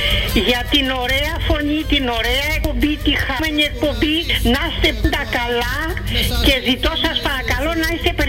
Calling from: Plakias, Crete, Greece; από τον Πλακιά.

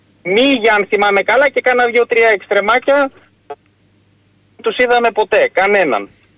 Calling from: Agia Paraskevi, Attica, Greece; είμαι από Αγία Παρασκευή.

